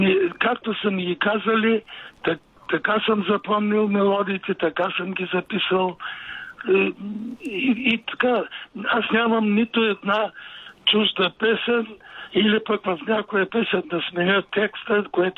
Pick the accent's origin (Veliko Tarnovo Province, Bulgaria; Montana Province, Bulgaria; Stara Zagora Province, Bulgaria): Stara Zagora Province, Bulgaria; also born or lived in Haskovo; now in Plovdiv, Bulgaria; моите песни са всичките от родното ми село Тракия, Старозагорско.